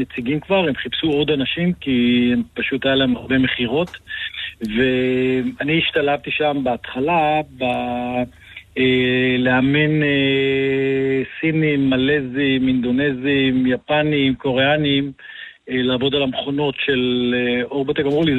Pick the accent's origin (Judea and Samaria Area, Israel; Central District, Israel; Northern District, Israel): Central District, Israel; Kfar HaNagid; also born or lived in Singapore; אני גדלתי במושב כפר הנגיד, וגדלתי למשפחה של חקלאים, בעיקר מטעים, קרמים, פרדסים